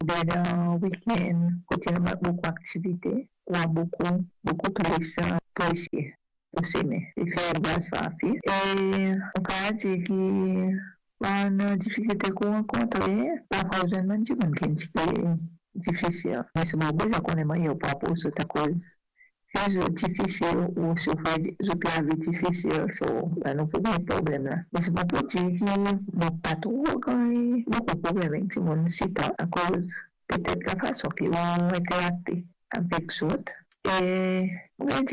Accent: Seychelles; Je suis de Seychelles.

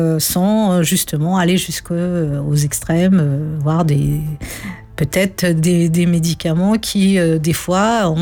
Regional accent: Mauritius; Eh bien, écoutez, en tant que Mauricienne, j'avais ce besoin de revenir

